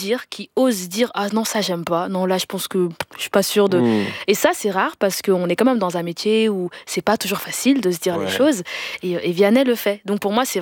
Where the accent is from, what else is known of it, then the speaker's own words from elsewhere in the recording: Denderleeuw, Flanders, Belgium; non seulement j'ai grandi en Belgique, et puis j'ai grandi dans une petite commune qui s'appelle Denderleu.